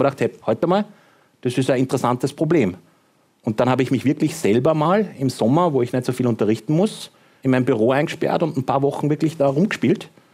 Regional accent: Hagenberg, Upper Austria, Austria; born or raised there

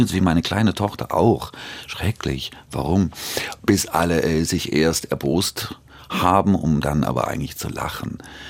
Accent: Switzerland; aber ich war aus der Schweiz kommend, auch ich war ja lange auch in der freien Szene

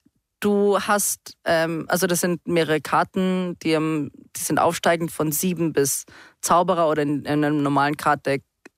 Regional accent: Carinthia, Austria; Haben Werwolf um ein Lagerfeuer gespielt bei uns in Kärnten.

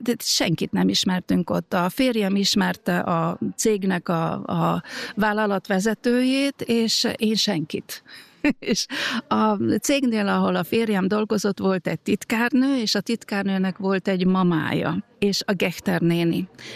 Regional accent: Southern Slovakia, Slovakia; now in Vienna, Austria; Én itt élek már több évtizede, de én egy felvidéki magyar vagyok, aki Bécsben él.

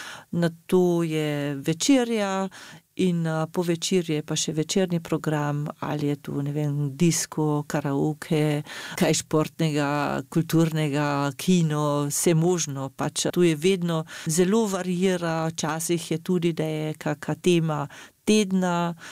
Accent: Carinthia, Austria; tukaj pri nas v Avstriji na Koroškem

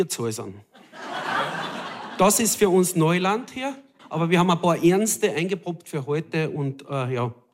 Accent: Carinthia, Austria; now in Styria, Austria; ich als Kärntner

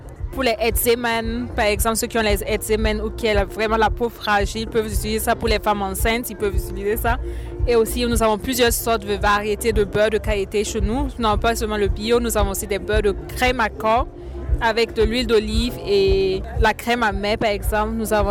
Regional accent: Burkina Faso; now in Klagenfurt, Austria; Je viens du Burkina, originaire du Burkina, et je vis à Klagenfurt.

